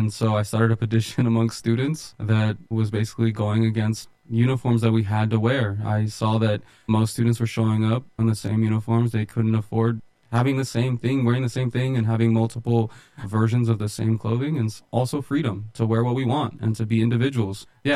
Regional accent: Modesto, California, United States; Yeah, I grew up in the hood. I grew up in West Modesto.

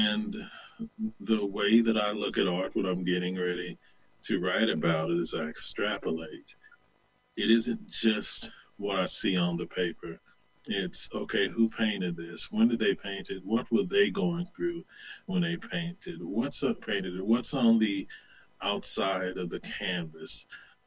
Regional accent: the South, United States; It would be impossible not to. I grew up in a Bible Belt, and it's who I was. It's who I continue to be in many ways.

